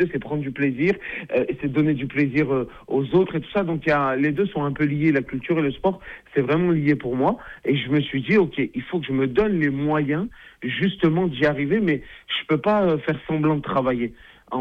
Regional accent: Grenoble, Auvergne-Rhône-Alpes, France; Bah, quand on vient déjà de Grenoble, je prends toute la région, hein, avec Grésivaudan, le Mélan là-bas, Échirolles, Pouquet, tout.

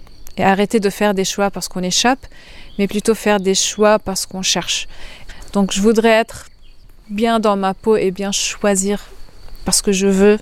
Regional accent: Lebanon; c'était la liberté déjà de déplacement, et de vivre, et d'aller où est-ce qu'on veut, quand on veut, qu'en tant que Libanais, j'ai pas.

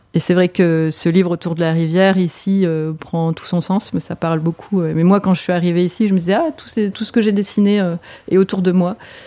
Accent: Grand Est, France; also born or lived in Strasbourg / Marseille; now in Ardèche, France; je viens des Vosges

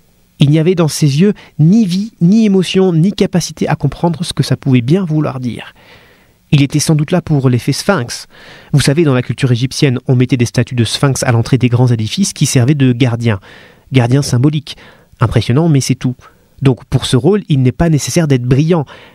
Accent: France; En France, on est des cons là-dessus.

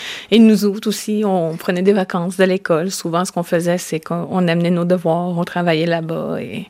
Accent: Pessamit, Quebec, Canada; Je viens de la communauté de Pessamite.

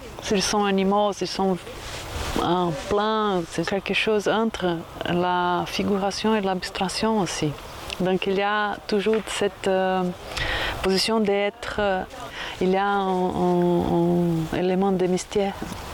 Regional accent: Brazil; je viens du Brésil

